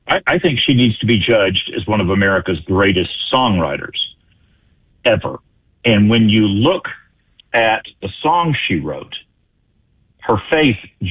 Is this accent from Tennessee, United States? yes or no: yes; Tennessee, United States; born there; now in Houston, United States; I'm from East Tennessee, and East Tennessee is my home